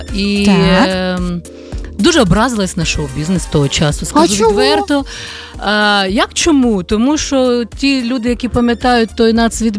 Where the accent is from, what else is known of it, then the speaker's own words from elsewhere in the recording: Chernivtsi, Chernivtsi Oblast, Ukraine; born there; Я дівчинка, яка народилась в Чернівцях і дуже довго весь час своє дитинство займалась музикою, так, співала.